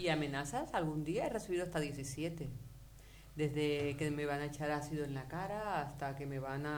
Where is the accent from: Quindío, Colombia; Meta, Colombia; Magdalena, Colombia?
Magdalena, Colombia; Santa Marta; moved away